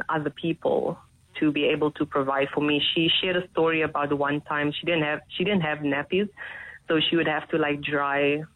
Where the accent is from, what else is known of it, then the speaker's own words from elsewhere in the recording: South Africa; also born or lived in Thailand; I was then fostered by my mother, Vanessa's best friend, and brought to South Africa and raised here.